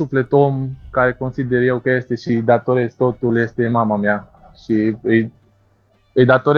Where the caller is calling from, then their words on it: Vâlcele, Cluj County, Romania; Vâlcele, Cluj-Napoca. Comuna Feleacu.